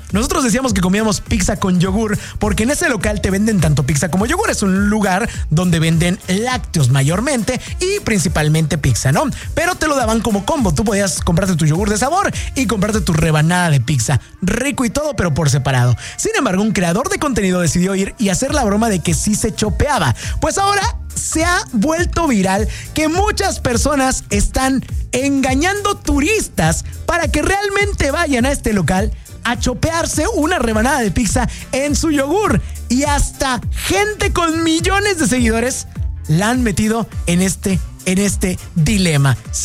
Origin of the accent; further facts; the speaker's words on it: Xalapa, Veracruz, Mexico; born there; now in Veracruz, Mexico; somos jalapeños. Jorge por adopción, porque mayormente vivió en Jalapa y, bueno, antes de vivir acá en Veracruz. Y yo, porque pues nací en Jalapa